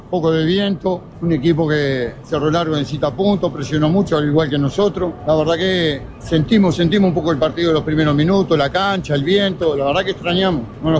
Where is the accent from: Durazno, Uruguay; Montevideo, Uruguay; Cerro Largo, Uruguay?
Montevideo, Uruguay; also born or lived in Rocha; Bueno, yo soy de la ciudad, como dice la canción. Soy montevideano, pero mitad de mi vida la tengo en el campo y la otra mitad en Rocha, así que conozco bien el interior